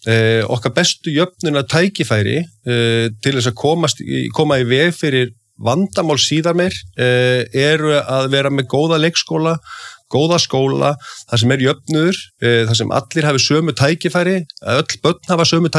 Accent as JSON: {"language": "Icelandic", "town": "Reykjavík", "region": "Capital Region", "country": "Iceland", "tie": "born or raised there", "said": "ég er alinn upp í Breiðholtinu og þetta er allt frábær hverfi."}